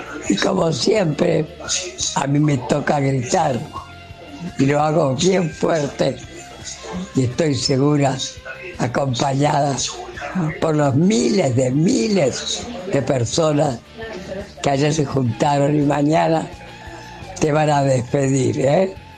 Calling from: Paraná, Entre Ríos, Argentina; todos somos de ahí, de Paraná.

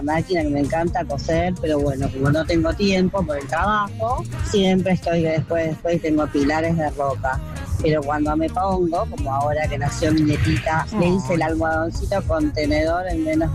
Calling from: Monte Grande, Buenos Aires Province, Argentina; de Monte Grande.

